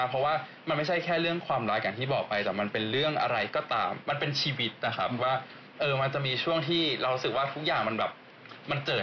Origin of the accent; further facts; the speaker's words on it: Bangkok, Thailand; now in Japan; แต่ผมรู้สึกว่าตอนอยู่ไทยผมอยู่กรุงเทพเนาะผมเป็นคนกรุงเทพแล้วผมรู้สึกว่ากรุงเทพเป็นเมืองที่ไม่ค่อยอนุญาตให้เรามีความสุขเท่าไหร่